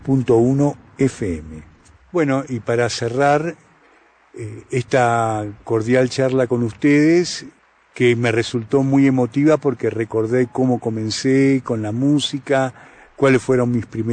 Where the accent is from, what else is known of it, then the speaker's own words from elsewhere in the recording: Argentina; de Argentina, anfitrión esta noche en Testimonios de Oídas